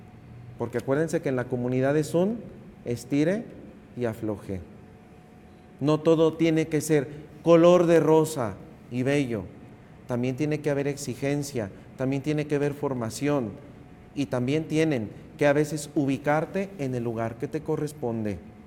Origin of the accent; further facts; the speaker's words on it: Mexico; estamos acostumbrados como buenos mexicanos a que todos nos los den